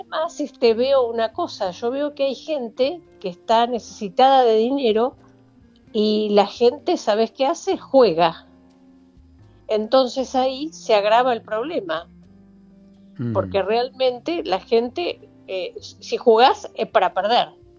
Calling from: Buenos Aires, Argentina; soy de Caballito

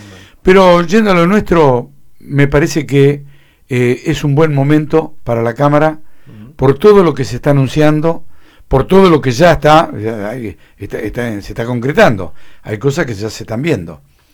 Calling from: Patagonia, Argentina; yo vivo en Patagonia hace 32 años

